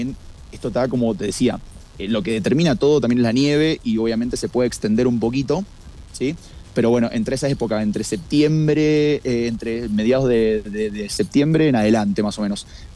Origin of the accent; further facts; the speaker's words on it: Mendoza, Argentina; born there; moved away; Yo soy mendocino y nací en la montaña